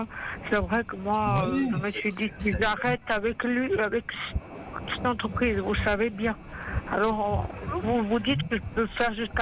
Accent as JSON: {"language": "French", "country": "France", "said": "je suis quelqu'un de France"}